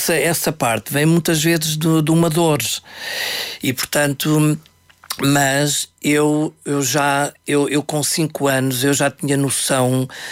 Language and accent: Portuguese; Anadia, Aveiro, Portugal; born there; Eu nasci na Anadia